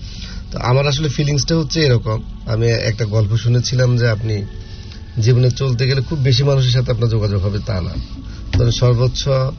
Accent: Lakshmipur, Chittagong Division, Bangladesh; আমি তো গ্রামের ছেলে, লক্ষ্মীপুরের একটা গ্রামে আমার জন্ম, তো সেখান থেকে বড় হয়।

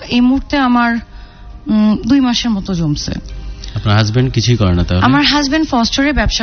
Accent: Dhaka, Dhaka Division, Bangladesh; moved away as an adult; now in Chandipur, Bangladesh; তো আমি এখানেই বড় হয়েছি মোহাম্মদপুরে

